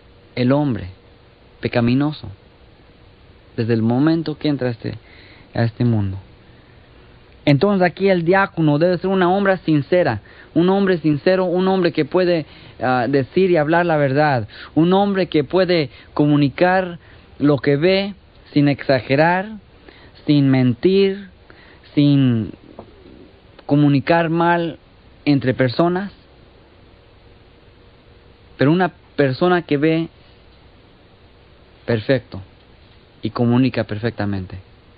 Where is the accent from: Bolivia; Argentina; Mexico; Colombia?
Mexico; born there; moved away; Yo me acuerdo de niño en México y cuando íbamos a comer con mis abuelos